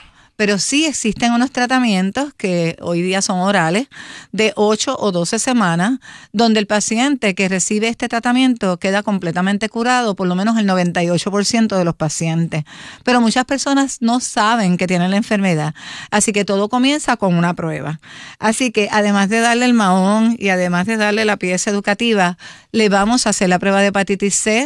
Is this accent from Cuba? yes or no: no; Puerto Rico; donde único le dicen en el mundo mahones a esta pieza somos los puertorriqueños.